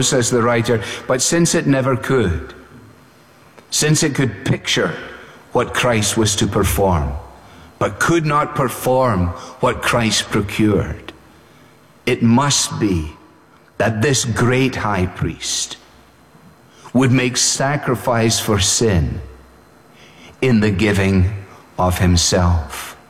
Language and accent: English; Scotland, United Kingdom